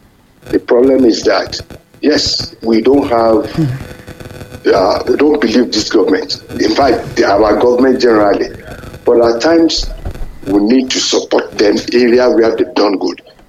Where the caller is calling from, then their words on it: Ibadan, Oyo, Nigeria; calling from Ibadan.